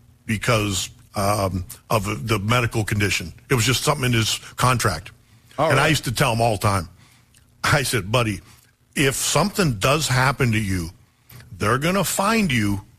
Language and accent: English; Pennsylvania, United States; one of her goals for me growing up was that you couldn't tell I was raised in Western Pennsylvania by the way I talked.